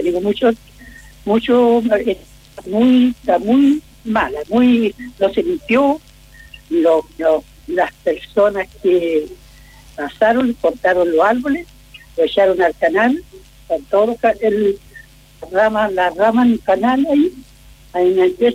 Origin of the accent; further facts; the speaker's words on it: Santa Rosa de Teno, Maule, Chile; Soy de Santa Rosa de Teno.